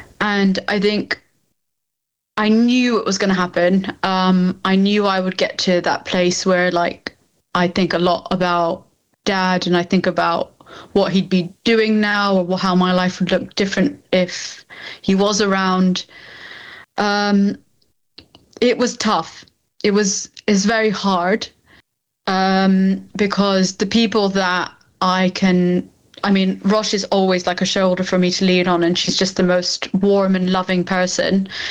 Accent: Australia; also born or lived in Saudi Arabia; now in United Kingdom; So I was born in Saudi Arabia, then I moved to Australia, then I moved to the UK.

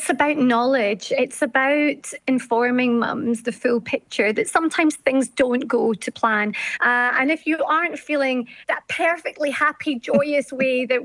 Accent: Glasgow, Scotland, United Kingdom; I grew up in the west end of Glasgow, a wee tenement flat. Had all my granny and granddad, my uncle, my auntie, all of us in this little flat. My dad had a wee corner shop.

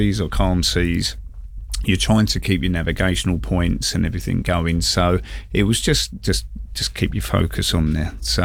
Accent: London, United Kingdom; as a Londoner myself

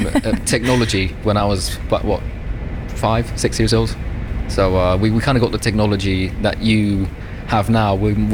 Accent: Romania; moved away; I grew up in Romania

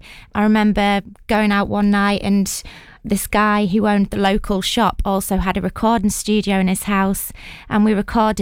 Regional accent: North East England, United Kingdom; born there; also born or lived in London; I grew up in Herwith, after lived in London when I was younger, did like musical theatre and whatnot down there, and then moved up north, grew up sort of on the River Tees and in the garden in Herwith.

